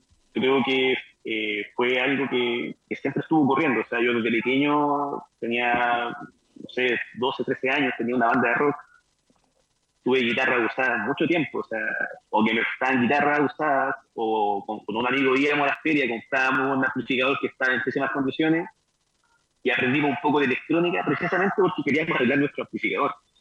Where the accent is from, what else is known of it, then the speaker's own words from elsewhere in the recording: Santiago, Santiago Metropolitan Region, Chile; cuando era pequeño, estudiando acá en Cerro Navia. Yo, además de trabajar en Cerro Navia, soy de acá en Cerro Navia. Hoy en día no vivo acá en Cerro Navia